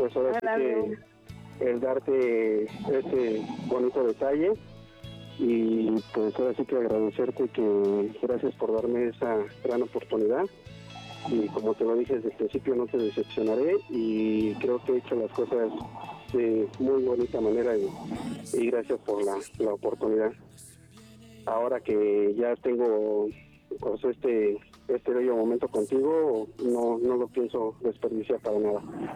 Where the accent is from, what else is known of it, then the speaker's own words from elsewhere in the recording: Mexico City, Mexico; Yo soy de ahí de la Ciudad de México, soy de ahí del aeropuerto, ahí por la aduana, sí.